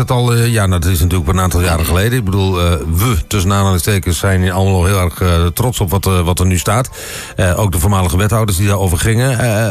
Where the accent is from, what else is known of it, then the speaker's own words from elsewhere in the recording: Delden, Overijssel, Netherlands; Ik kom zelf uit Delden